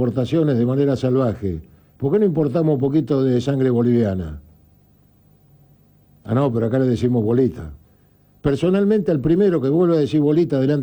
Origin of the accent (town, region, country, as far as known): Argentina